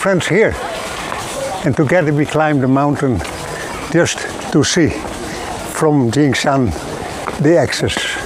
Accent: Netherlands; now in China; I'm a foreigner from Holland. We both settled here, and from here we raised a family with 2 boys, and the boys raised up us in a Chinese surrounding.

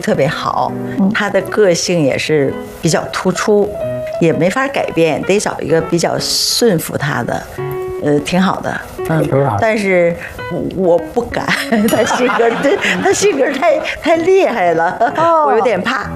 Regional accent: Liaoning, China; moved away; 我们虽然是从外地长大的啊，在辽宁，我也是辽宁人长大的，从小到大我都是住楼房

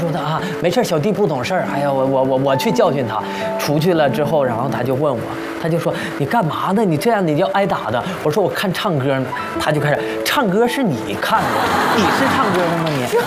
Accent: Gongzhuling, Jilin, China; moved away; also born or lived in Yingkou; 我家在吉林省公主岭市朝阳坡乡，在我们乡里，我乡东头就有一条河叫辽河，从我的家乡流到了营口。我的小时候，我经常会在河里洗澡，和我所有的小伙伴们玩。

